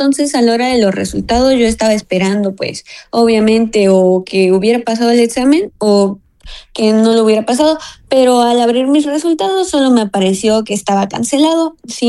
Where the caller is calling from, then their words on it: Chiapas, Mexico; soy del estado de Chiapas.